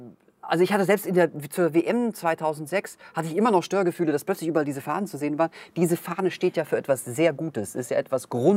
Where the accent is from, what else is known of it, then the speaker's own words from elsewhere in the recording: Germany; born there; Ich bin sehr gerne in Deutschland geboren